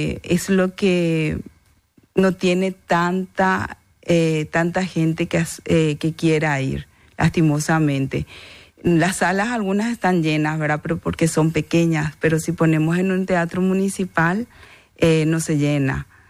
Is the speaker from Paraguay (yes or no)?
yes; Paraguay; realmente nosotros como ciudadanos paraguayos debemos de seguir teniendo esta cultura